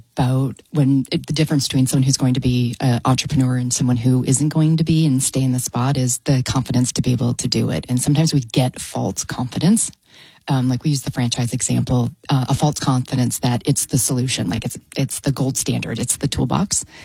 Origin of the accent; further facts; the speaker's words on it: New Hampshire, United States; moved away as an adult; now in Boise, United States; And what's interesting is I came from New Hampshire at the time. So we moved here in 2013 to Boise